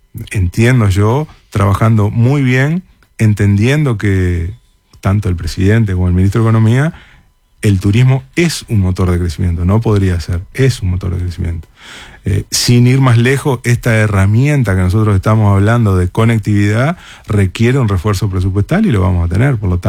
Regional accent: Uruguay

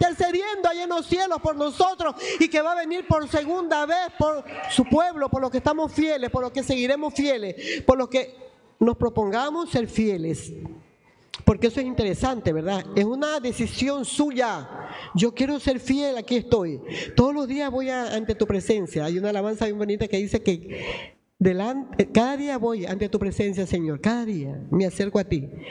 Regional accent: Guayaquil, Guayas, Ecuador; born there

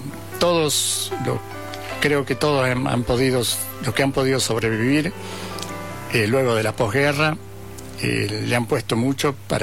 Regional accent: Calchaquí, Santa Fe, Argentina; born there; moved away; also born or lived in Justiniano Posse / Ordoñez; Yo soy nacido en Calchaquí, Santa Fe.

